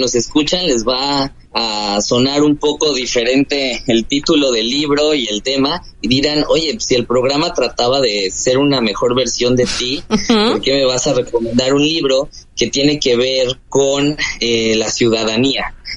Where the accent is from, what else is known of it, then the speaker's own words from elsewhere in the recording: Mexico; Todos somos mexicanos cuando nacemos